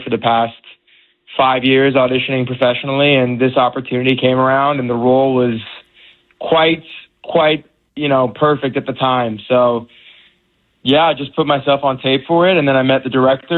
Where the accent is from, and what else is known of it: United States; born there; first language Persian